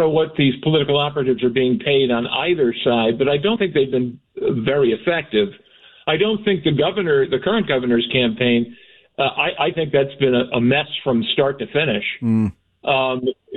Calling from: Rhode Island, United States; saddens me as an American and as a Rhode Islander.

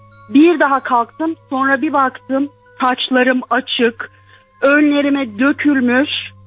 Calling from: İzmir, Turkey; Ben İzmir Karşıyaka'dan arıyorum. Pardon İzmir Bornova'da oturuyorum da Karşıyaka'da mağazam vardı.

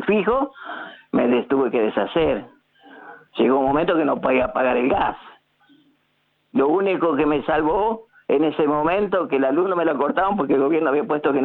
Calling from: Castelar, Buenos Aires Province, Argentina; Estoy en la zona de Castelar y vendría a ser esto.

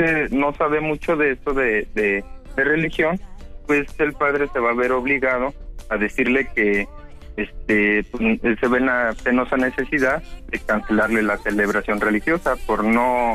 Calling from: Querétaro, Mexico; Soy de aquí, de Querétaro

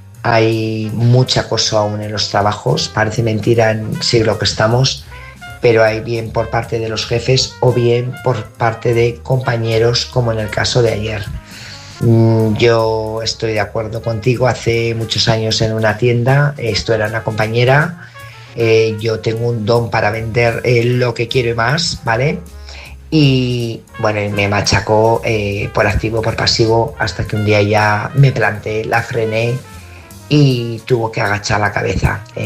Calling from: Burgos, Castile and León, Spain; Buenas noches … corresponsal de Burgos.

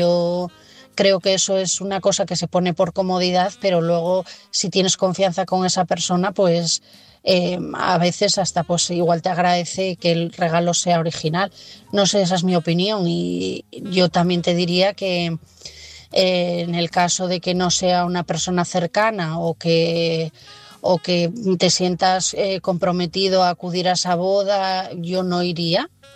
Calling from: Asturias, Spain; de Asturias y mi mensaje esta noche es para Javier.

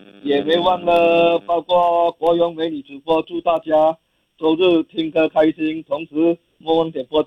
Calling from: Selangor, Malaysia; 我是来自雪州发生五级新域的

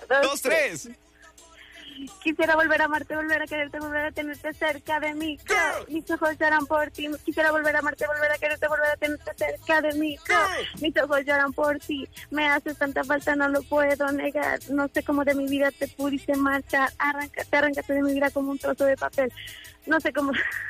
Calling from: Zapopan, Jalisco, Mexico; De aquí, de Zapopan

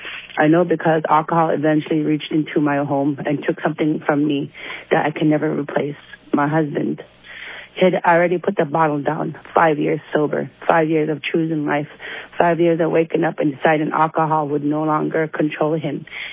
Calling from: Anchorage, Alaska, United States; Hi. I'm calling from Anchorage as anonymous.

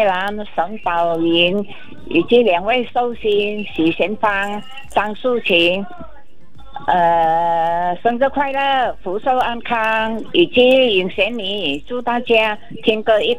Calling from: Harbin, Heilongjiang, China; 我是冰城

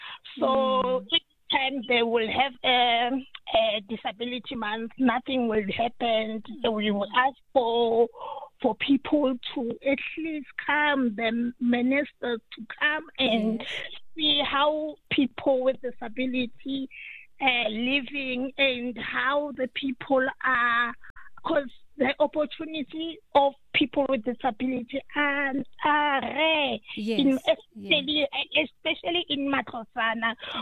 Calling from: Klerksdorp, North West, South Africa; Yes, I'm calling from Matlasana, a person with disability.

